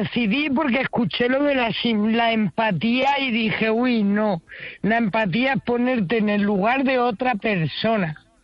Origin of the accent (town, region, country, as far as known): Madrid, Community of Madrid, Spain